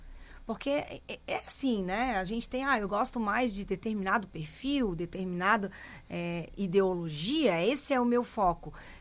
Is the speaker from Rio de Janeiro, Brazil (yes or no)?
no; Florianópolis, Santa Catarina, Brazil; now in Joinville, Brazil; eu sou de Florianópolis, mas eu estou em Joinville há 26